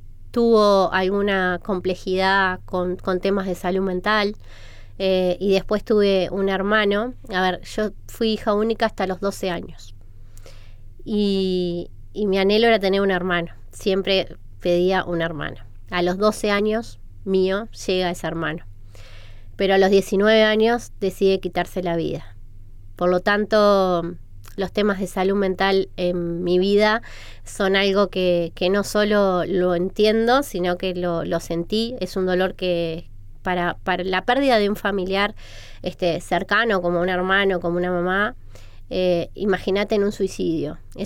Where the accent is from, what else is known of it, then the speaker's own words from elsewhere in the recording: Las Piedras, Canelones, Uruguay; yo soy de Las Piedras, entonces también nos conocemos todos. Es más, si bien estamos cerquita de Montevideo, conservamos todavía mucho la idiosincrasia, sí, de local.